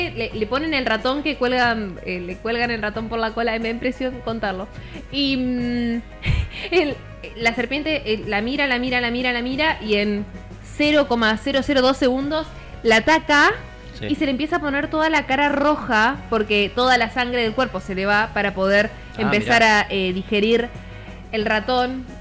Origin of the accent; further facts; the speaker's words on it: Río Gallegos, Santa Cruz, Argentina; Por eso también, chicos, yo soy nacida y criada acá en Río Gallegos.